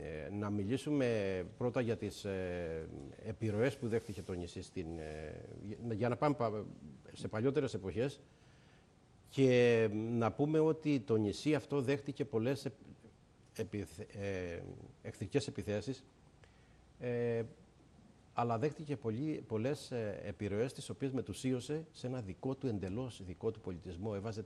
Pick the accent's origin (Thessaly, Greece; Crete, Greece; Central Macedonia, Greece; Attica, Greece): Crete, Greece; Κρήτη είναι η πατρίδα μου, που την αγαπώ ιδιαίτερα. Ο τόπος που γεννήθηκα και μεγάλωσα και έζησα σχεδόν όλα μου τα χρόνια.